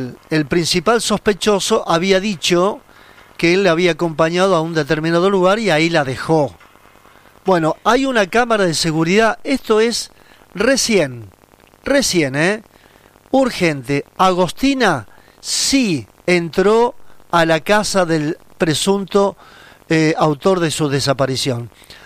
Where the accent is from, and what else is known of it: Buenos Aires, Argentina